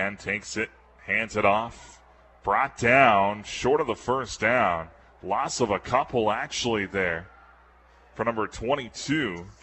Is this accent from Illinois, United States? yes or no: no; Minnesota, United States; I'm coming from Southwest Minnesota, calling some Class A football up there.